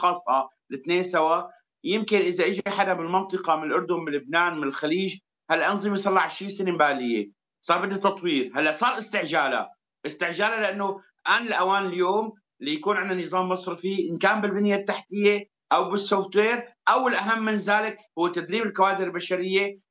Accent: Syria; 80% تقريبا اذا ما قلت 85% من اموالنا نحن كسوريين اللي بالقطع الاجنبيه ما بنحطها بالمصارف

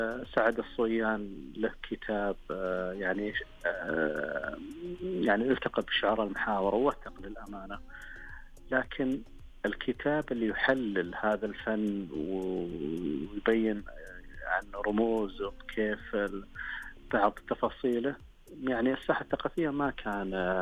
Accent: Saudi Arabia; أنا القرية اللي أنا يعني كنت فيها هذا موروثها، قريتنا بين مكة والمدينة اسمها بادية الشلالحة

